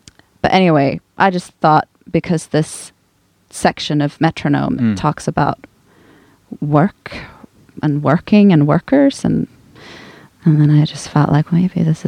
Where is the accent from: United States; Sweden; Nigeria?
Sweden; Gothenburg, Västra Götaland; I grew up in Sweden. It wasn't like that was any, but the weird thing though is I'm from Gothenburg